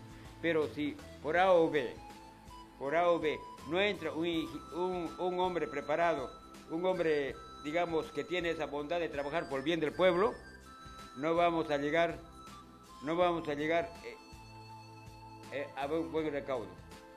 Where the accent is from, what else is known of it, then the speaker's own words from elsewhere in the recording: Peru; como ciudadano, como peruano en nuestra provincia de Parabatá.